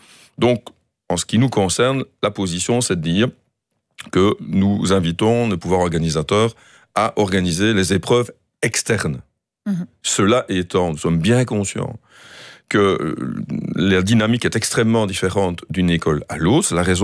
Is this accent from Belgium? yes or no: yes; Liège, Wallonia, Belgium; accent: slight provincial Liège accent; Mais mon léger accent provincial est plutôt liégeois, comme vous l'entendez.